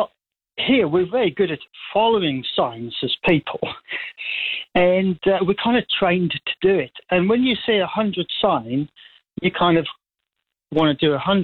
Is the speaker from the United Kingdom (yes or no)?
yes; England, United Kingdom; moved away; Yeah, well, I mean, look, I've been here like 25 years. I came from England, but in Europe, they are on fast roads